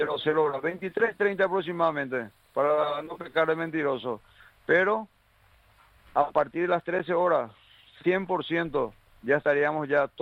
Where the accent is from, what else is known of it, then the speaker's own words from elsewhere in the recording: Paraguay; Todos somos albirroja, todos somos paraguayos.